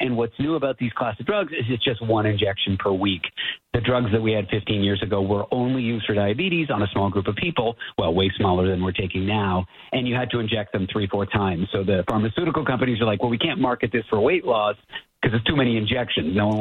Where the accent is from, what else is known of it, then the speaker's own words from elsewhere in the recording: Toronto, Ontario, Canada; Poor guy. I'm from Toronto.